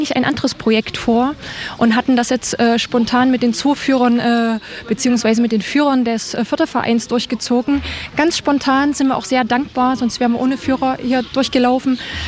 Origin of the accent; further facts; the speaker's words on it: Leipzig, Saxony, Germany; Wir sind aus Leipzig.